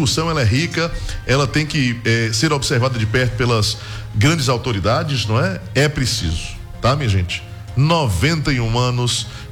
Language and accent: Portuguese; Bahia, Brazil; Eu, sendo baiano, sertanejo